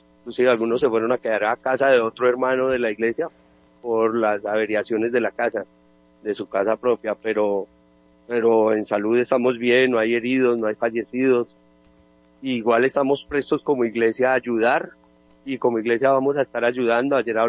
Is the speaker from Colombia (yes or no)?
yes; Colombia; todos nosotros como colombianos